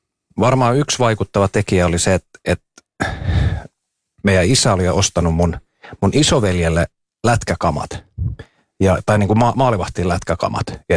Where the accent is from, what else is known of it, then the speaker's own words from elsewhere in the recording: Ostrobothnia, Finland; kun Pietasaaresta ja mä oon sieltä maaseudulta kotoisin